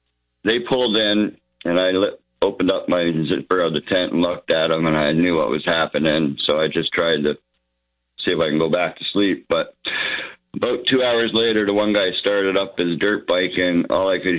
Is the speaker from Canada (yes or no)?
yes; Thorold, Ontario, Canada; And I go, holy cow, you can't believe this. I'm from Thorold.